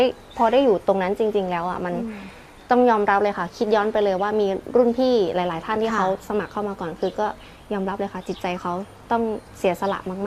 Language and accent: Thai; Ubon Ratchathani, Thailand; เป็นคนจังหวัดอุบลราชธานีค่ะ